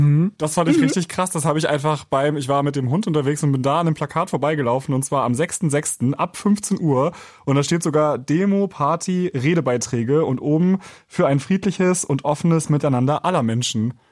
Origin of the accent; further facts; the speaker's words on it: Schleswig-Holstein, Germany; Also ich komme ja auch aus Schleswig-Holstein eigentlich.